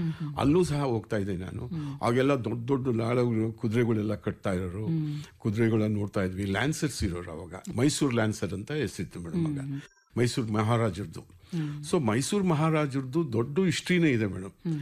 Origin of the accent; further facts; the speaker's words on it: Bengaluru, Karnataka, India; ಮೂಲತಃ ಬೆಂಗಳೂರಿನವರೇ.